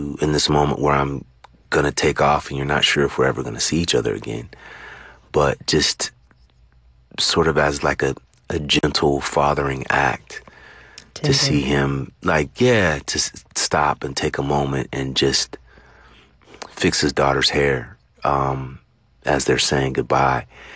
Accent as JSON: {"language": "English", "region": "California", "country": "United States", "tie": "born or raised there", "said": "my father lived in New York, and I was growing up in California."}